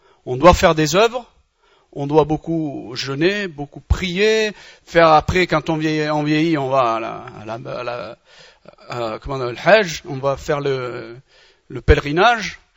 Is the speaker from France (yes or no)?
no; Batna Province, Algeria; Je suis algérien, de mère algérienne et de père algérien, des Aurès, pour ceux qui connaissent, qui sont des... Je suis un berbère, un chaoui, des Aurès là-bas du côté de Betna et tout ça là-bas.